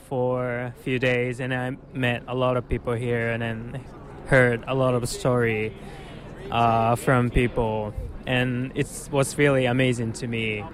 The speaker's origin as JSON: {"language": "English", "region": "Tokyo", "country": "Japan", "said": "We are from Tokyo. We are here, Outland."}